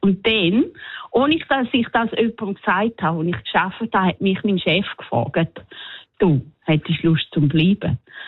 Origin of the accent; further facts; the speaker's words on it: Switzerland; now in New Zealand; Als Schweizer ist man manchmal ein bisschen... ja, ein bisschen ungewöhnlich.